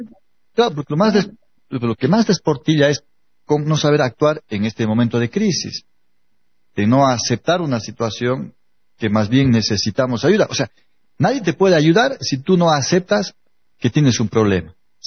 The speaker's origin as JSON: {"language": "Spanish", "country": "Bolivia"}